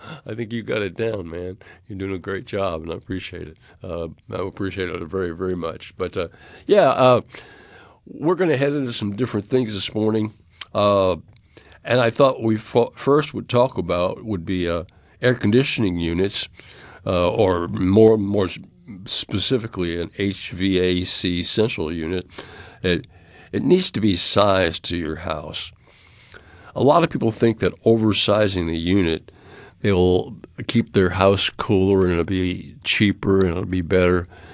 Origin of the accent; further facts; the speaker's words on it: Cape Cod, Massachusetts, United States; now in Mississippi, United States; I grew up on Cape Cod, Massachusetts. But I've been here for 40-plus years, probably longer than that.